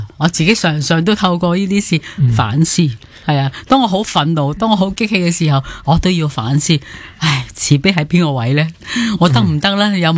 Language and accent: Cantonese; Hong Kong; 因为我哋都系土生土长香港人